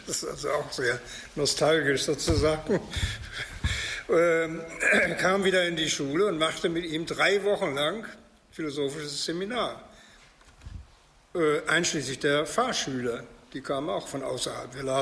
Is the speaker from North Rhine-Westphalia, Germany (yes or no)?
no; Ratzeburg, Schleswig-Holstein, Germany; moved away as an adult; also born or lived in Berlin; now in Karlsruhe, Germany; Ich bin aufgewachsen in Ratzeburg. Mein Vater ist 1936 von Berlin als Polizeiwachtmeister nach 12-jährigem Dienst hier an den Kreis gekommen